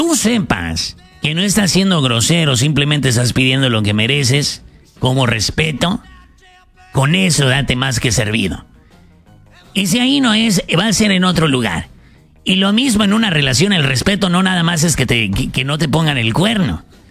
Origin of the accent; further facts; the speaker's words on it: Ciudad Obregón, Sonora, Mexico; soy de Ciudad Obregón.